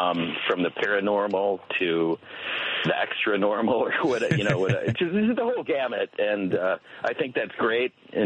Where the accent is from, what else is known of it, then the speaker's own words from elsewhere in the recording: Chicago, Illinois, United States; now in San Diego, United States; I grew up in the Chicago area. I live in San Diego.